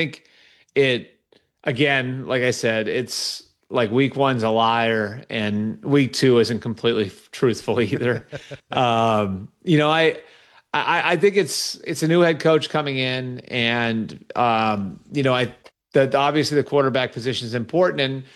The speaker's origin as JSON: {"language": "English", "region": "New England", "country": "United States", "tie": "born or raised there", "said": "I was born in 1980. So like one of my earliest memories and growing up in New England was the 85 Bears absolutely annihilating the Patriots"}